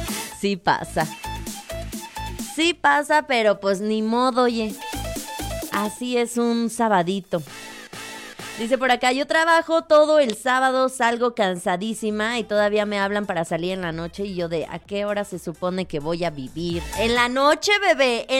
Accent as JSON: {"language": "Spanish", "region": "San Luis Potosí", "country": "Mexico", "said": "yo iba llegando a San Luis. Hace 3 meses que llegué a San Luis. Yo soy potosina. Yo soy de San Luis Potosí. Yo soy de San Luis Potosí. Yo soy de San Luis Potosí, pero estuve un año trabajando fuera."}